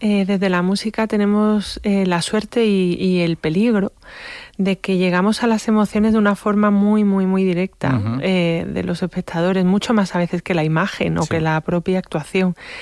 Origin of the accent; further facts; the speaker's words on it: Málaga, Andalusia, Spain; Pues soy malagueña uh-huh. Y he veraneado en Málaga